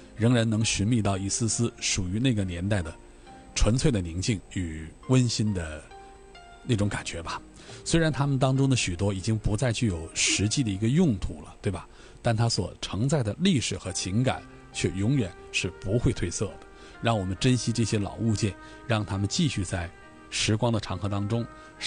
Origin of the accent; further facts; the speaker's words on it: Shenyang, Liaoning, China; moved away; 我老家沈阳的，